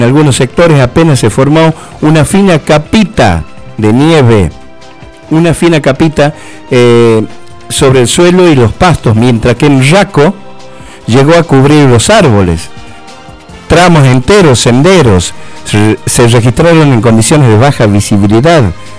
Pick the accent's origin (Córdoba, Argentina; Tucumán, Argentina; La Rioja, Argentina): Tucumán, Argentina; Y bueno, las veíamos lejos nosotros acá en Tucumán